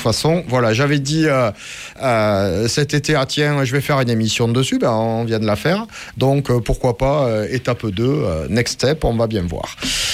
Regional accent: Occitanie, France; C'est, je viens de l'Aveyron, moi, on a la réputation d'être un peu radin.

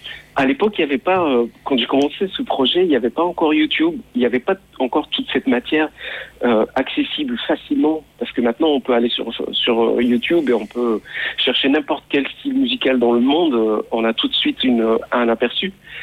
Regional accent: Morocco; moved away as an adult; now in France; d'abord, j'ai grandi au Maroc. Je suis né et grandi jusqu'à l'âge de 27 ans. J'ai vécu au Maroc. J'ai fait mes études là-bas, à la fac. Et après, je suis venu m'installer en France pour la musique.

